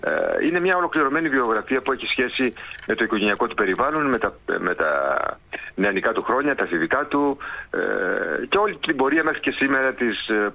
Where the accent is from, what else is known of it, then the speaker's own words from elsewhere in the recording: Kozani, Western Macedonia, Greece; εγώ η καταγωγή μου είναι από Κοζάνη